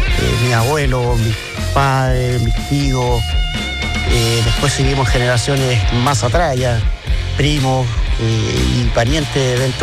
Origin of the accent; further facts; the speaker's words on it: Concepción, Biobío, Chile; Sí, nacimos en Concepción, prácticamente casi al lado del Club Hípico. Mis abuelos tienen casa en Club Hípico. Yo desde muy niño saltaba la pandereta y caía en el patio de mi casa.